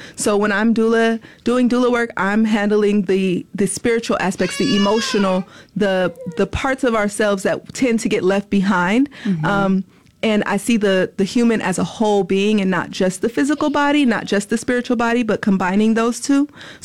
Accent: California, United States; now in Mississippi, United States; I'm not from here. I'm from California.

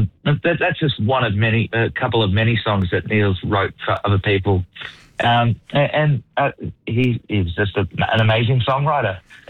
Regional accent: Sydney, New South Wales, Australia; Yeah, I'm actually from Sydney

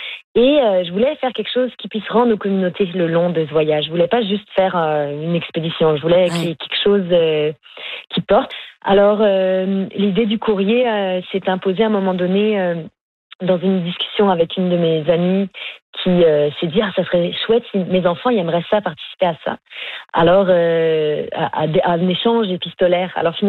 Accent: Montreal, Quebec, Canada; J'ai grandi au Québec et puis et à Montréal, en fait

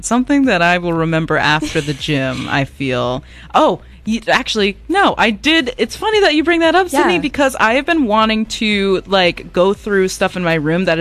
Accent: Ireland; Listen, I'm not Italian.

